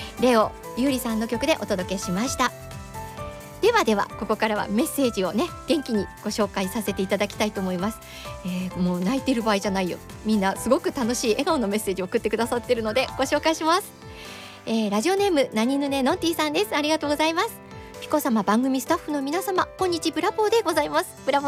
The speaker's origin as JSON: {"language": "Japanese", "town": "Himeji", "region": "Hyogo", "country": "Japan", "tie": "born or raised there", "said": "そしてなんと来週は私の地元姫路にも磯山淳さんが来てくれるんです。"}